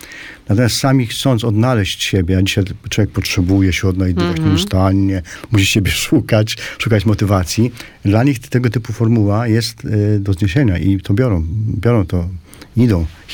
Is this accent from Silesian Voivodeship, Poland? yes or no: no; Łomża, Podlaskie Voivodeship, Poland; U nas w Łomży